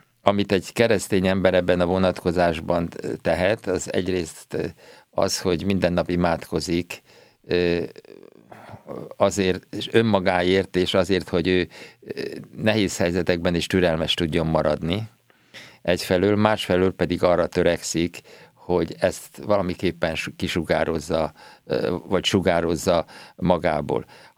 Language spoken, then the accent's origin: Hungarian; Hungary; mint magyar társadalom, hívők